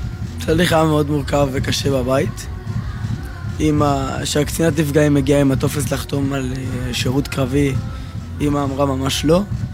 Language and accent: Hebrew; Ashdod, Southern District, Israel; כיתה י"ב, מאשדוד, עכשיו מסיים, התגייס עוד חודשיים.